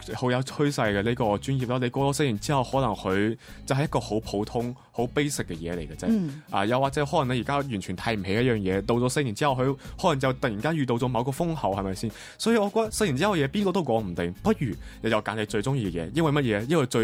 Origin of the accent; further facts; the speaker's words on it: Macau; 我是来自中国澳门的